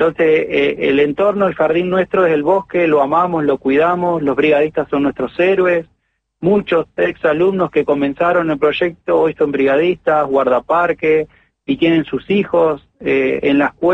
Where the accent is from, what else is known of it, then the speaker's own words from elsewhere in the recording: Villa Futalaufquen, Chubut, Argentina; somos de la Villa Futulaufken, que estamos dentro del Parque Nacional Los Alerces, cerca de la Intendencia y las instituciones. Y el bosque nos rodea, el bosque es nuestro patio de casa